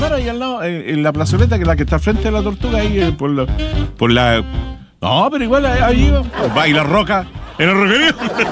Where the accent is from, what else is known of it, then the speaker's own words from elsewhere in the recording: Talcahuano, Biobío, Chile; born there; moved away; ya no he vuelto más para Talcahuano. Y yo nací en Talcahuano.